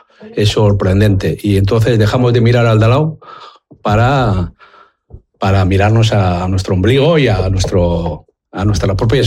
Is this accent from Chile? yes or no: no; Basque Country, Spain; Mi padre, trabajador de toda la vida de Burgos, que vino y migró a Bilbao y trabajó como cientos de personas para levantar su sueldo, su familia y su país, que ahora sus hijos pensamos que somos vascos.